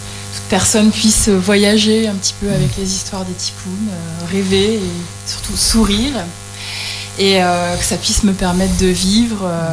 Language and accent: French; Hauts-de-France, France; je suis une ch'ti